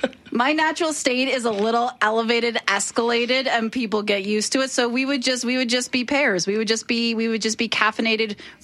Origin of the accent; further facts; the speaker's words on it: Oshawa, Ontario, Canada; moved away as an adult; I'm from Oshawa, right outside Toronto.